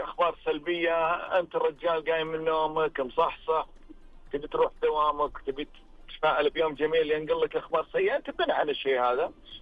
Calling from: Riyadh, Riyadh Province, Saudi Arabia; من العاصمة الرياض

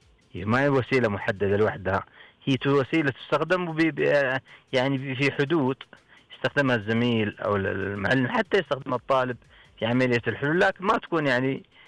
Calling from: Abha, Asir, Saudi Arabia

